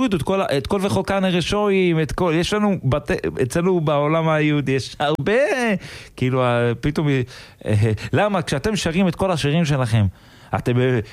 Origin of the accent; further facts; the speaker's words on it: Gush Katif, Gaza Strip, Palestine; now in Israel; פשוט אני גדלתי שם אני לא בגוש קטיף כאילו הייתי אז ילד וחיינו את התקופה הזאת של גוש קטיף